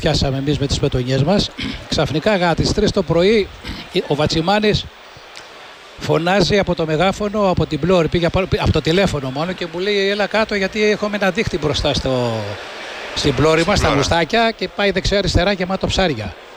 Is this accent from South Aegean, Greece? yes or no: yes; Syneti, South Aegean, Greece; Και εγώ μία από τα ίδια, από το ίδιο χωριό είμαστε. Στο Συνετή μεγάλωσα. Και εγώ βλέπω θάλασσα. Η θάλασσα είναι κοντά μας. Πολύ κοντά μας.